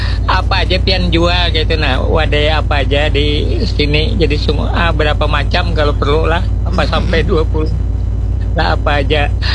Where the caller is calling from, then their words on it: Banjar, South Kalimantan, Indonesia; saya sebagai warga Banjar atau Kalimantan, Banua Kalimantan Selatan